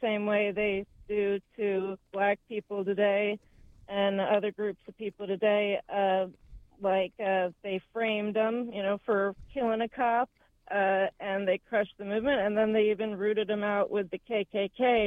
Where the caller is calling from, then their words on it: Maryland, United States; I'm calling from Maryland.